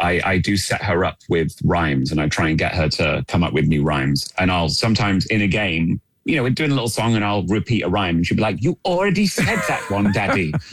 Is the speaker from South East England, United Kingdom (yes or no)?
no; Manchester, North West England, United Kingdom; accent: northern; I'm from Manchester.